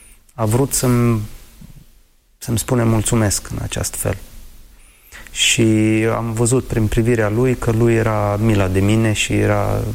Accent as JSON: {"language": "Romanian", "town": "Storozhynets", "region": "Chernivtsi Oblast", "country": "Ukraine", "tie": "born or raised there", "first_language": "Ukrainian", "second_language": "Romanian", "moved": "yes", "said": "Orașul meu, Storojeneț, aproape jumătate de populație a orașului sunt români etnici și am crescut în această atmosferă, dar nu știam limba română. Bunicul știa și vorbea bine, și bunica, doar că acasă se vorbea în ucraineană și nu știam, nu cunoșteam limba română."}